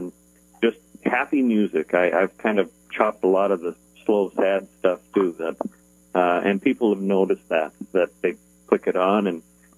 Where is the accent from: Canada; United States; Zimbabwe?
Canada; moved away; I'm originally from Canada